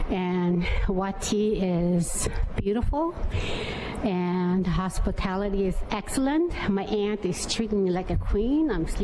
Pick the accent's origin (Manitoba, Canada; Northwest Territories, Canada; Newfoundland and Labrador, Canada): Northwest Territories, Canada; Behchoko; now in Yellowknife, Canada; I reside in Yellowknife. I was born and raised in Bechacombe.